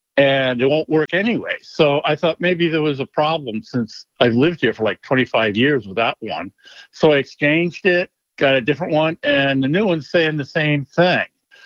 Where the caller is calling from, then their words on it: Anchorage, Alaska, United States; I'm calling from Alaska, Anchorage.